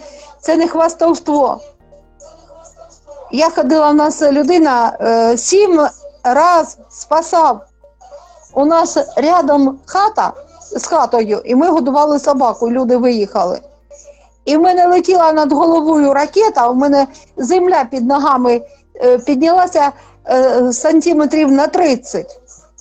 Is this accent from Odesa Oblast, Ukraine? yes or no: no; Kharkiv Oblast, Ukraine; Я з Харківщини.